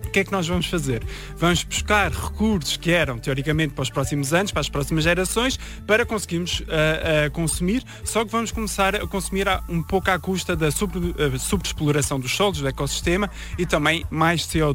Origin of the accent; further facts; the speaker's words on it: Portugal; se a população mundial vivesse como nós portugueses